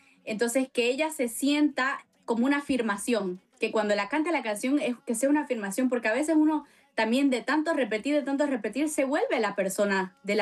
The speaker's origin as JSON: {"language": "Spanish", "country": "Bolivia", "said": "yo como artista boliviana"}